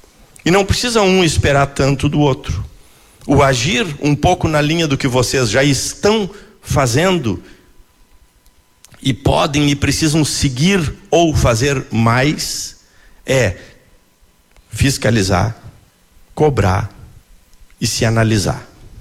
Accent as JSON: {"language": "Portuguese", "country": "Brazil", "tie": "born or raised there", "said": "essa fotografia é de um rio, que é o rio da minha infância. É o rio onde eu nasci. Chama-se o Rio Jaguari."}